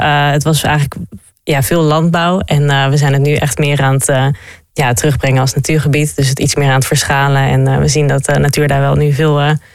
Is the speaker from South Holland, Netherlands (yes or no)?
no; Limburg, Netherlands; now in Utrecht, Netherlands; ik kom uit Limburg